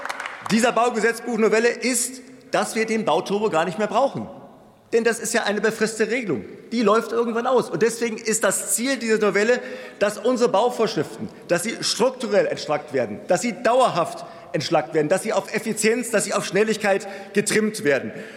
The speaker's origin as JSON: {"language": "German", "region": "Berlin", "country": "Germany", "tie": "born or raised there", "said": "in meiner Heimatstadt in Berlin gibt es über 80 davon"}